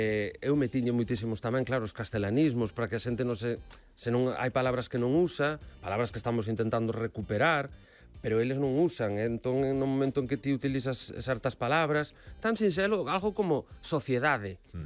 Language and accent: Galician; Vimianzo, Galicia, Spain; porque eu son de Vimianzo, entón sí. Conoso a esa parroquia.